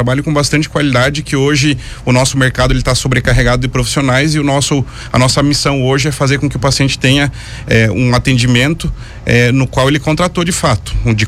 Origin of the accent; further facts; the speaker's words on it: Santa Catarina, Brazil; now in Farroupilha, Brazil; eu sou de Santa Catarina, moro aqui na Serra aqui há 14 anos